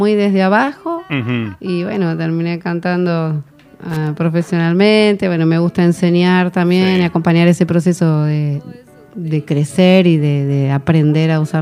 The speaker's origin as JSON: {"language": "Spanish", "country": "Argentina", "said": "¿cómo que sos argentina? ¿Viste? Porque hablo con el mismo sotaque brasileño"}